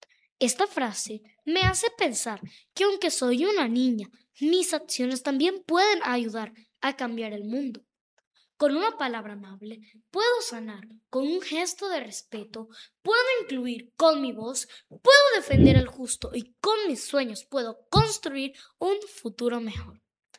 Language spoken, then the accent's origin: Spanish; San Juan del Cesar, La Guajira, Colombia; born there; tengo 9 años y orgullosamente nací en San Juan del Cesar, La Guajira.